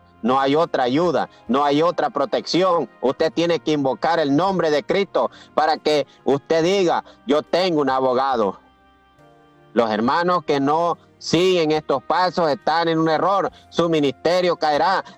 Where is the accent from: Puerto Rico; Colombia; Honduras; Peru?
Honduras; now in United States; Yo nací en Honduras, hermano